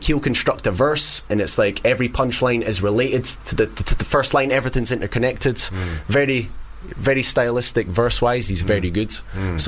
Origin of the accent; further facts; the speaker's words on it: Scotland, United Kingdom; I was like, I'm Scottish, I'll talk pish.